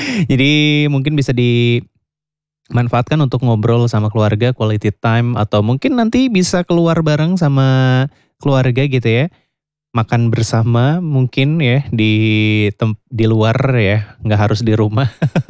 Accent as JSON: {"language": "Indonesian", "town": "Purwokerto", "region": "Central Java", "country": "Indonesia", "said": "kita sebagai warga Purwokerto"}